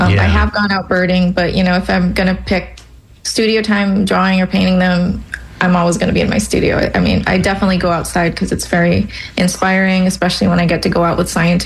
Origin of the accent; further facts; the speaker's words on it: Hawaii, United States; well, I'm from Hawaii. I should try to draw what we have there.